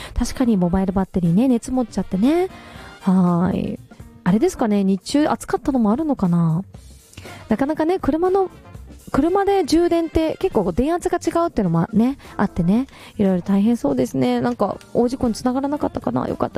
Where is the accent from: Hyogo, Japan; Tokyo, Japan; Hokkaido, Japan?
Hyogo, Japan; Nishinomiya; 我が地元兵庫県の西宮市にやってくるとのことで、阪急西宮ガーデンズへ行きました。